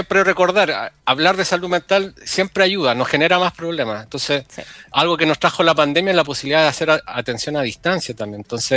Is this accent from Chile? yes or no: yes; Santiago, Santiago Metropolitan Region, Chile; moved away as an adult; Por ejemplo, yo vengo de Santiago. Yo me vine a trabajar acá en la universidad